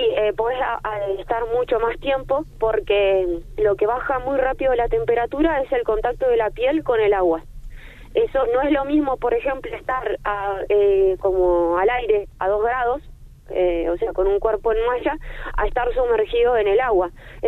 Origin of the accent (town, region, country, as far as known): General Roca, Río Negro, Argentina